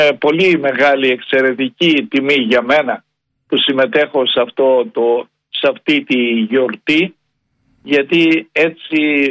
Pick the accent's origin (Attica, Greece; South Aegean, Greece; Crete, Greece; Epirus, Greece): Crete, Greece; Anogeia; born or raised there